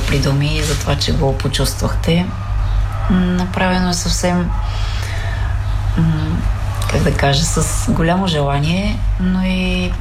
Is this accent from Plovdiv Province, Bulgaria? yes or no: no; Elin Pelin, Sofia Province, Bulgaria; аз съм от Елинпелин